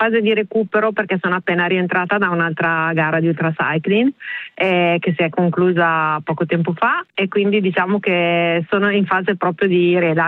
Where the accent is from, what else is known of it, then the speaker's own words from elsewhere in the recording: Milan, Lombardy, Italy; now in Porto San Giorgio, Italy; perché io sono nata e cresciuta a Milano, adesso mi sono trasferita nelle Marche, a Porto San Giorgio